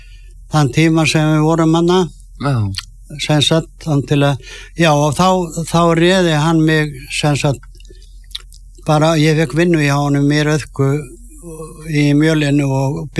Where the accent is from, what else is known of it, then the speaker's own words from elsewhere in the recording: Siglufjörður, Northeastern Region, Iceland; born there; ég var á Siglufirði og bara ungu strákur